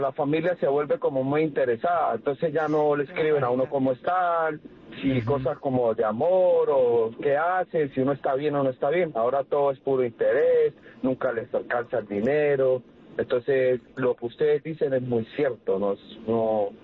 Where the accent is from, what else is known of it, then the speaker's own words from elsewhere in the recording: San Cristóbal, Táchira, Venezuela; Soy de San Cristóbal, es como frontera con Colombia.